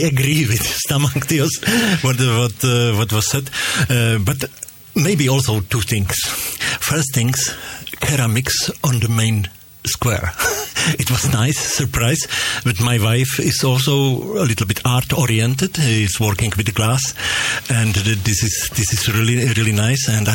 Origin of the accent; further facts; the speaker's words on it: Czechia; English is a second language; But I am from beer country, I am from Czech Republic